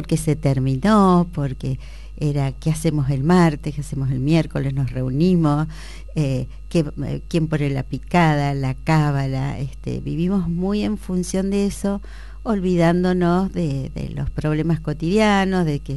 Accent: Argentina

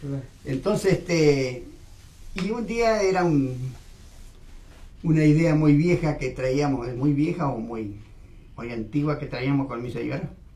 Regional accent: María Grande, Entre Ríos, Argentina; Así que Paraná lo conocía de paso, porque yo soy de María Grande, ya les dije.

